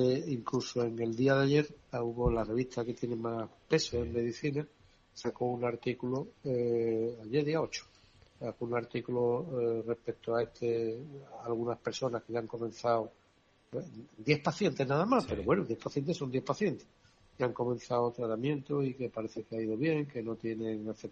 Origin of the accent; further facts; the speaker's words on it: Spain; no somos los españoles más tontos que ellos